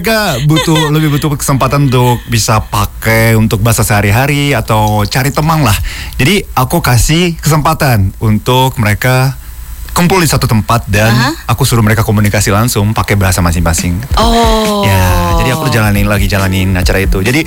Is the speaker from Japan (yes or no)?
yes; Japan; Indonesian is a second language; now in Indonesia; Jadi saya kan orang Jepang yang bisa bahasa Indonesia kan.